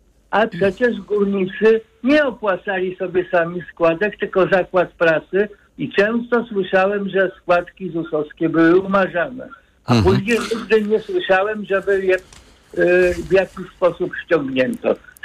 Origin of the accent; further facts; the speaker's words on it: Katowice, Silesian Voivodeship, Poland; Ponieważ jestem z Katowic, plus środowisko takich dorabiań w ochronie, które ja poznałem, to przede wszystkim górnicy.